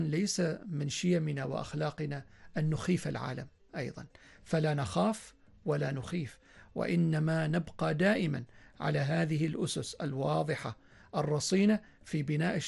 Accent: Oman; بلادي عمان

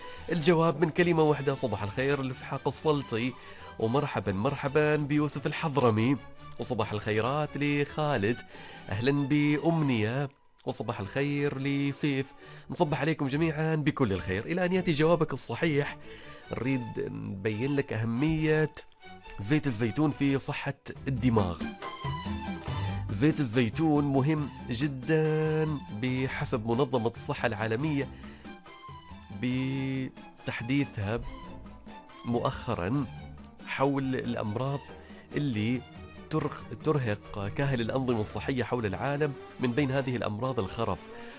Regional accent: Oman

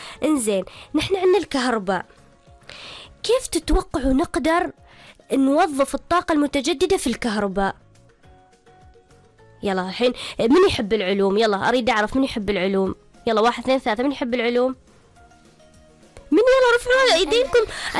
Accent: Oman; في بلادنا عمان

